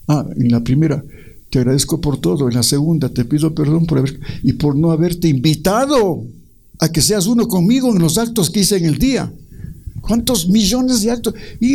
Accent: Ecuador; soy ecuatoriano

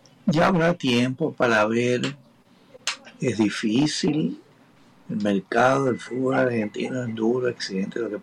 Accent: Ecuador; así lo queremos como ecuatorianos

